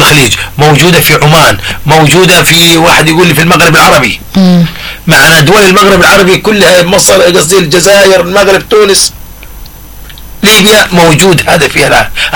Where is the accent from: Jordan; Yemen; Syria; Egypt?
Yemen; Mukalla, Hadhramaut; عندنا في المكلا